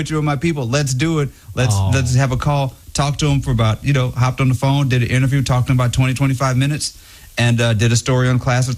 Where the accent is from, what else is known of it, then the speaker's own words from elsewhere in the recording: Jackson, Mississippi, United States; I'm from Mississippi. I'm from Jackson. I'm from 3 hours south of Oxford, Mississippi, from Ole Miss.